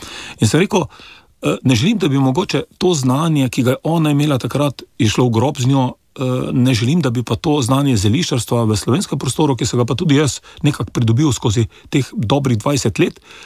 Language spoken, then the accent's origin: Slovenian; Celje, Savinja, Slovenia; Jaz sem blokovski otrok, jaz sem doma iz Celja, jaz sem bloko doma in dejansko